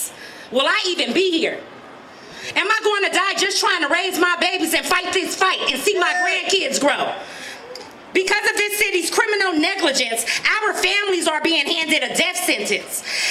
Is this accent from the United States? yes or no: yes; San Francisco, California, United States; I am born and raised in Bayview Hunters Point, Double Rock to be exact. I'm a Bayview Hunters Point down to my very bones.